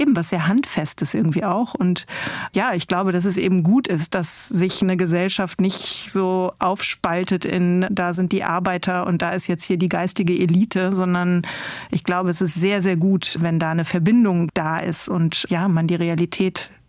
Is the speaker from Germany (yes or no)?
yes; North Rhine-Westphalia, Germany; wenn ich in der Gegend bin, ich komme aus dem Münsterland, dann sehe ich immer wieder jemanden